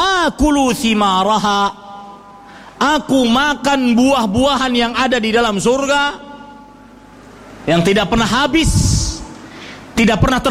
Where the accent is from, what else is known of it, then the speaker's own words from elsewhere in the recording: Banjarmasin, South Kalimantan, Indonesia; also born or lived in Saudi Arabia; Di kota saya sekarang lagi musim durian.